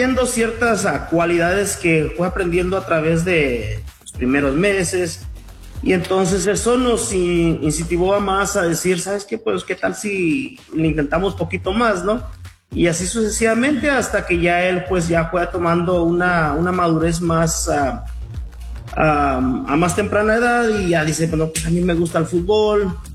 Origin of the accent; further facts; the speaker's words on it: Guatemala; now in Phoenix, United States; yo soy de Guatemala, mi esposa es de México y pues Chris nacido acá.